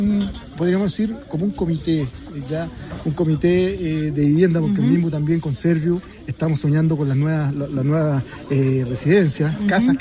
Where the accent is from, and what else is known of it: Chile